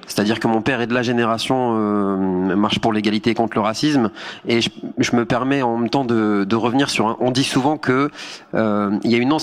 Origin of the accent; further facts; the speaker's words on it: Algeria; Déjà, je suis algérien.